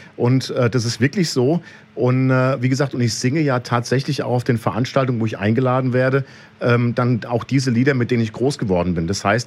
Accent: Raunheim, Hesse, Germany; also born or lived in Flörsheim; geboren bin ich in Flörsheim, aufgewachsen in Raunheim, bin auch dort jetzt geblieben mit meiner Familie.

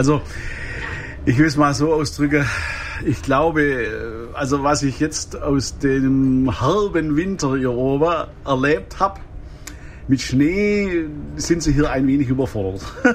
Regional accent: South, Germany; now in Paddingbüttel, Germany; Das ist nicht so wie im Süden, wo ich herkomme. Wir sind in Niedersachsen ein Flächenland. Das heißt, ich wohne in Paddingbüttel.

